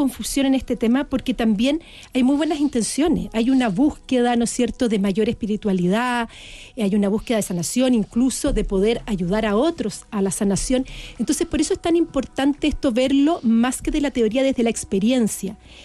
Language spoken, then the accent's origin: Spanish; Chile; podamos ver los puntos que nos unen como chileno, que justamente nuestro desafío hoy